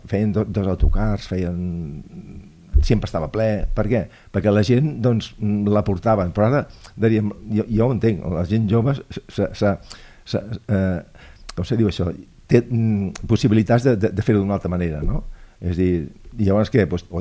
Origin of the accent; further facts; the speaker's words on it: Barcelona, Catalonia, Spain; sóc de Barcelona